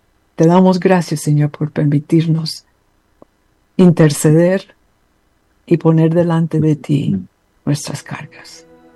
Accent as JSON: {"language": "Spanish", "country": "Colombia"}